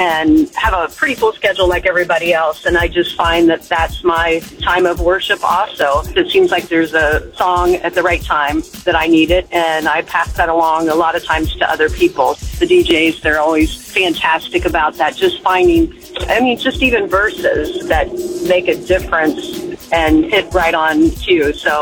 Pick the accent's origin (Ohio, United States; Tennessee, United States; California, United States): Ohio, United States; Westerville; I'm from Westerville